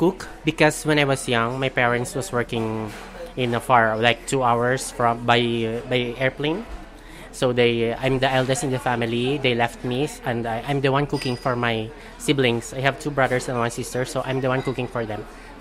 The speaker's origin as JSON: {"language": "French", "country": "Philippines", "also_born_or_lived": "Oman", "second_language": "French", "moved": "as an adult", "lives_now": "Marseille, France", "said": "12 ans aux Philippines et 8 ans à Oman."}